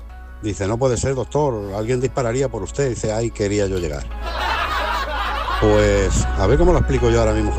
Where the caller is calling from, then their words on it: Talavera, Spain; de Talavera.